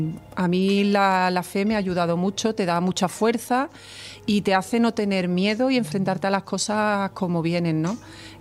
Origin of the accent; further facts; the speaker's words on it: Seville, Andalusia, Spain; also born or lived in Carmona; Yo soy de Carmona, pero he vivido siempre en Sevilla.